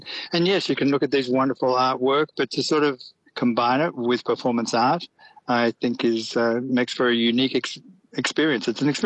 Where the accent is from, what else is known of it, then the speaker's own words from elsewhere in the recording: Australia; Obviously, as an Aussie, I drank a lot of beer